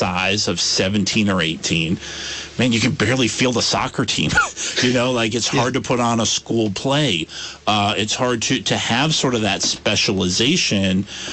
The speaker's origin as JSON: {"language": "English", "town": "Brandon", "region": "Vermont", "country": "United States", "tie": "born or raised there", "said": "I grew up in Brandon"}